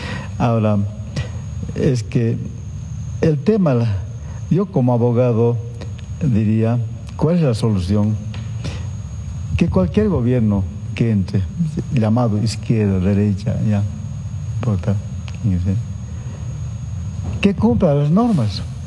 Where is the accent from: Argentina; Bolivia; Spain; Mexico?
Bolivia